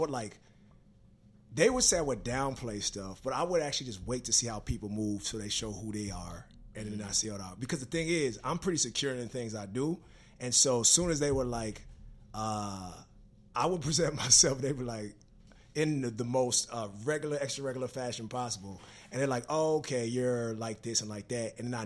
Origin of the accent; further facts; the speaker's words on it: Pine Bluff, Arkansas, United States; because I was from Pine Bluff and I moved like folks in the bluffs when I came there and I wore the clothes that I wore and I spoke to how I spoke